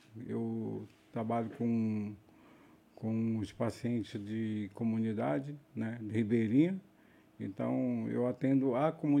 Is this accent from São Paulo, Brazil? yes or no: no; Manaus, Amazonas, Brazil; moved away as an adult; now in Tabatinga, Brazil; eu sou de Manaus, estou há 10 anos aqui em Tabatinga, cheguei em 2016, né? E até hoje eu estou aqui, né? Já praticamente estou tabatinguense.